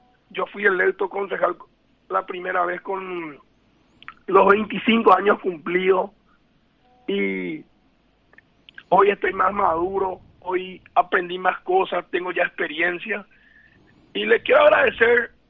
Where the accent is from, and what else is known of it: Paraguay